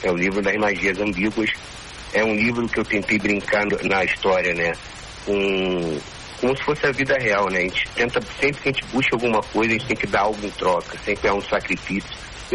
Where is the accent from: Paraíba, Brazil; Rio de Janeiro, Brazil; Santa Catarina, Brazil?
Rio de Janeiro, Brazil; Fui criado aqui no subúrbio, na Zona Norte. Não fui criado no cartão postal